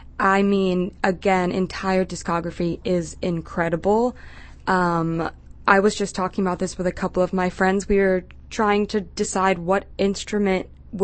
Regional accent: New York, United States; it's an incredible, unreal experience to have as a New Yorker.

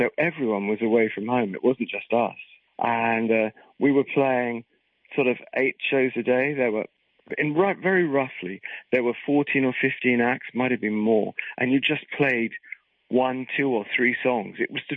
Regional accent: England, United Kingdom; us being English

